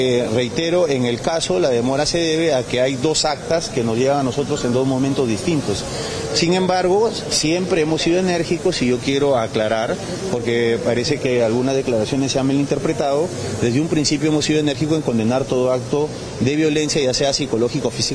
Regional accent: Lambayeque, Peru; Yo vengo de Lambayeque, y es una región donde ellos siguen operando las obras de trasvase de Olmos

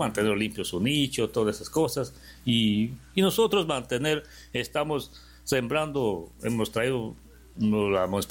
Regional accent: Bellavista, San Martín, Peru; now in Lamas, Peru; yo no soy de Lamas, ¿no? Yo soy de Bellavista, pero ya me siento ser parte de Lamas porque vivo acá, me cobija Lamas y mi familia de acá, y tengo ese amor a Lamas

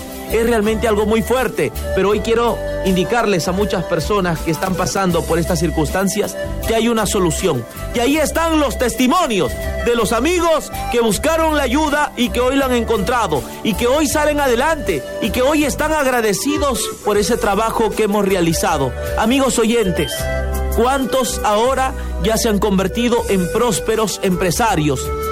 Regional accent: San Martín, Peru; en nuestra tierra, el Perú, porque somos peruanos y hemos venido luego de ayudar a tanta gente que lo ha necesitado.

